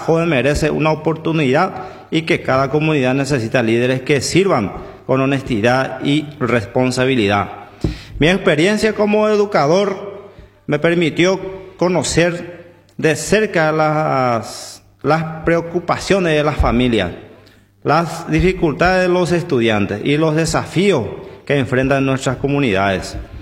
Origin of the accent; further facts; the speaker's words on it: Horqueta, Concepción, Paraguay; soy hijo de esta tierra orqueteña, nací en Orqueta el 7 de noviembre de 1979.